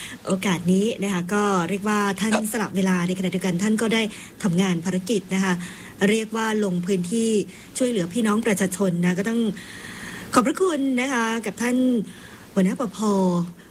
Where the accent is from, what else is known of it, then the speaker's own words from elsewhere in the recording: Isan, Thailand; เราเป็นชาวอีสานค่ะ